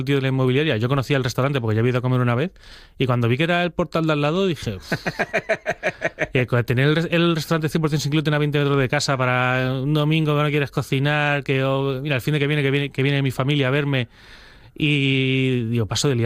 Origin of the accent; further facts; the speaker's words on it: Madrid, Community of Madrid, Spain; also born or lived in Almería; porque viví en Almería y soy de Madrid.